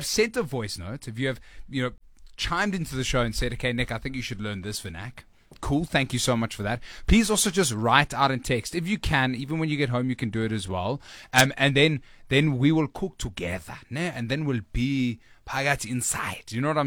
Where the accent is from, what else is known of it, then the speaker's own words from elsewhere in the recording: Liverpool, North West England, United Kingdom; Because I'm straight from Liverpool.